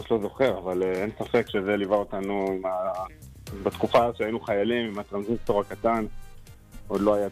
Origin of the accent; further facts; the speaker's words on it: Pardes Hanna-Karkur, Haifa District, Israel; מפרדס חנה.